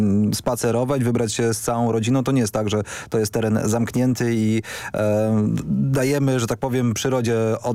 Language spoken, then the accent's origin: Polish; Kielce, Świętokrzyskie Voivodeship, Poland; Jako Kielczanin